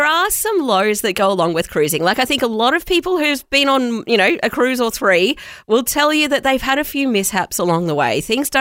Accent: Australia; And you just need to say, mate, we're Australian. We don't do that, mate.

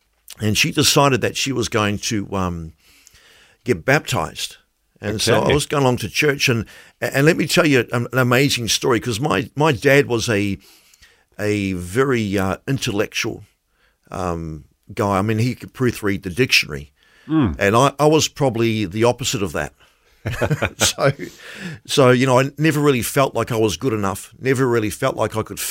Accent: New Zealand; Back in my day, I grew up in New Zealand.

